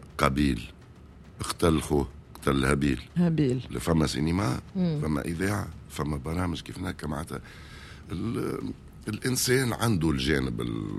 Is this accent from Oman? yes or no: no; Tunisia; accent: Tunisian; عملنا الدارجه التونسيه نتاعنا دارجتنا التونسيه